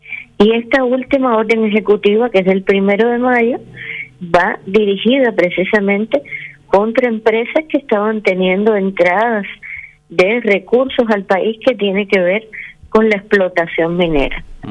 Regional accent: Cuba

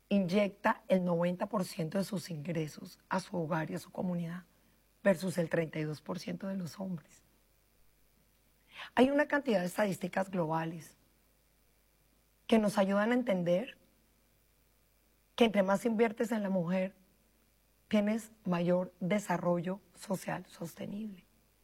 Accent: Colombia

